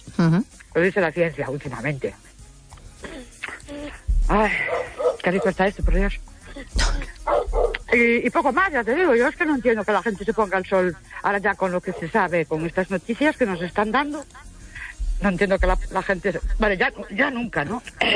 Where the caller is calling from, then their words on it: Ourense, Galicia, Spain; de Urense.